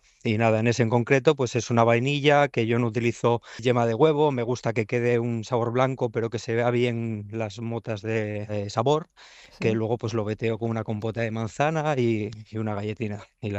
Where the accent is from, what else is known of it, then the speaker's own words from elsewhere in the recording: Avilés, Asturias, Spain; a pesar de que yo soy de aquí de Avilés